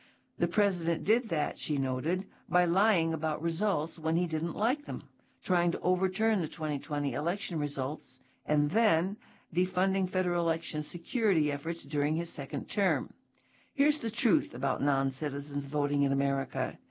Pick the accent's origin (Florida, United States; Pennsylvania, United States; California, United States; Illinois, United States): Pennsylvania, United States; I learned about this back in 2017, a year after Trump won my home state, Pennsylvania, while securing his first term as president.